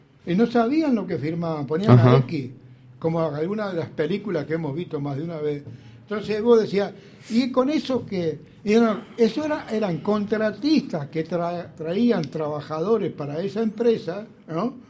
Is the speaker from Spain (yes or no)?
no; Uruguay